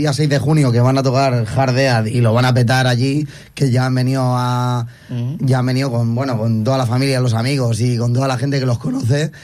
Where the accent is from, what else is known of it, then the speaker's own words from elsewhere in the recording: Santa Coloma de Gramenet, Catalonia, Spain; nosotros que obviamente venimos del barrio de Santa Coloma